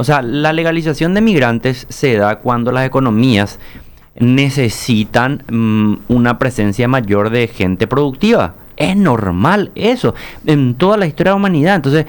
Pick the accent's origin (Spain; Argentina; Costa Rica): Argentina; born there; moved away; la gente sabe que yo nací en la Argentina y que tengo nacionalidad argentina.